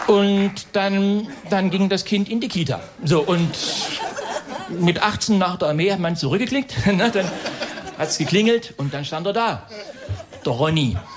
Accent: Germany; Ich bin auch im Sozialismus groß geworden mit meiner Mutti.

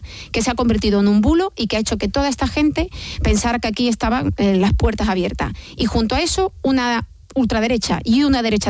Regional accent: Andalusia, Spain; como sabéis, yo soy de Andalucía

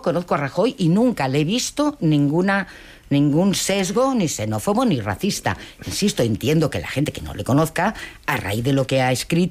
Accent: Community of Madrid, Spain; now in Granada, Spain; que llevo 2 meses viviendo en Granada y soy madrileña.

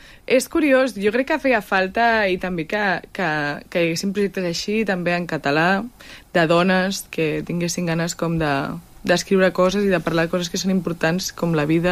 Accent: Begues, Catalonia, Spain; No, és que està com just al costat del Garraf.

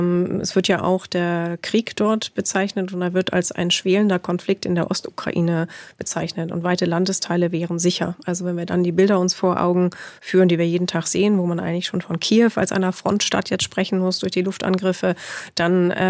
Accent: West Germany, Germany; Ich komme aus Westdeutschland.

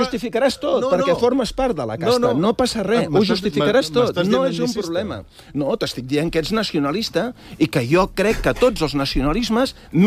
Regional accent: Mataró, Catalonia, Spain; jo que sóc de Mataró

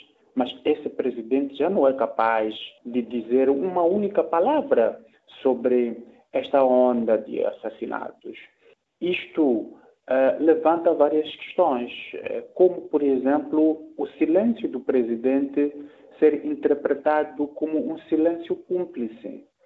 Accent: Mozambique; enquanto não nos reconciliarmos como moçambicanos, dificilmente teremos paz.

